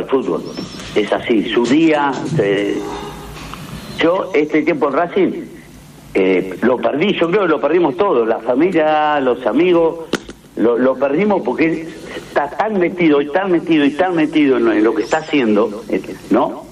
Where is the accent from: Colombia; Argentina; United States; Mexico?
Argentina; viste como somos los argentinos.